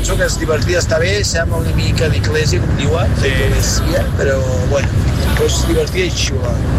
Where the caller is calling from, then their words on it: Murcia, Region of Murcia, Spain; de Múrcia.